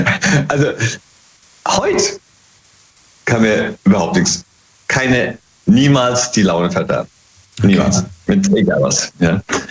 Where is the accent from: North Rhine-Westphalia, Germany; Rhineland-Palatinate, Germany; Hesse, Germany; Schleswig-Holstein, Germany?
Hesse, Germany; Hey, aus dem Rheingau immer noch.